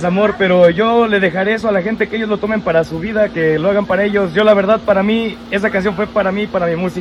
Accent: San Juan de los Lagos, Jalisco, Mexico; yo soy de San Juan de los Lagos, mis compañeros son de allá

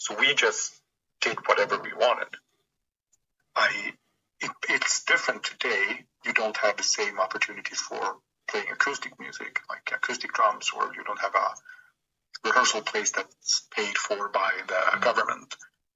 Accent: Sweden; When I grew up, when we grew up in Sweden

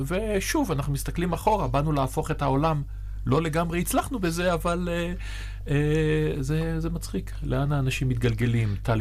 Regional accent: Haifa, Haifa District, Israel; ואני גדלתי בחיפה, שזה אמנם הכרמל, אבל זו מדינה שונה מאוד מזו של היום.

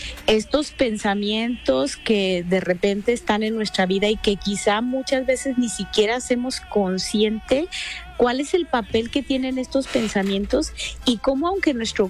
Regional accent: Mexico; nosotros, por ejemplo, nacimos en México

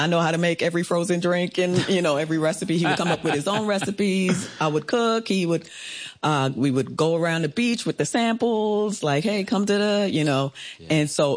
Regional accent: St. Thomas, U.S. Virgin Islands; I'm from the Virgin Islands. I'm from St. Thomas, and I've always wanted to do a show about back home.

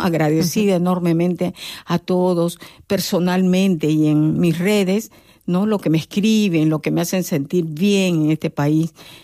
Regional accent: Peru; moved away as an adult; also born or lived in South Korea; now in Almería, Spain; una peruana que viene con su vestimenta

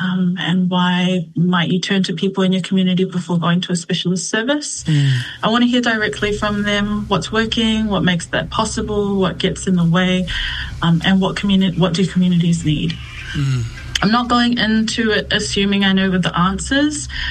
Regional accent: Auckland, New Zealand; born there; I am a second-generation Aotearoa-born Samoan. I am from the villages of Lanomanu, Asanga, Vaimoso, Sapunawa, and my favorite village of them all, South Auckland.

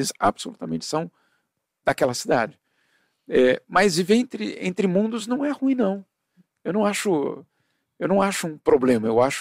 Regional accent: Brazil; moved away; Eu sei que eu sou brasileiro. Eu só tenho passaporte brasileiro. Então eu tenho certeza que eu sou brasileiro. Mas ao mesmo tempo eu tenho certeza que ao não morar no Brasil, eu perco

